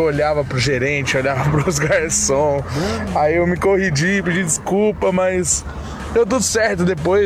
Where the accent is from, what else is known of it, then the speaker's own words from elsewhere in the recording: Foz do Iguaçu, Paraná, Brazil; sou de Foz do Iguaçu, sou cantor.